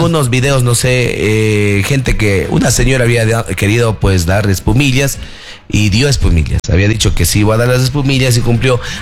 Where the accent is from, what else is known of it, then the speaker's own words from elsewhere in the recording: Ecuador; somos los ecuatorianos, locos, necios, tercos.